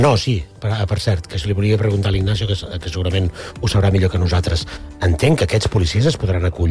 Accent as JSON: {"language": "Catalan", "region": "Catalonia", "country": "Spain", "said": "Ell és del Baix Obregat, igual que jo."}